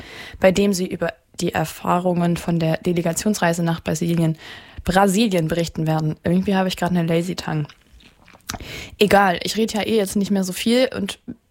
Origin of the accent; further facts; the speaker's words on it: North Rhine-Westphalia, Germany; weil die kommen aus Dortmund und ich bin auch aus NRW, deswegen zieht es mich da immer ein bisschen hin.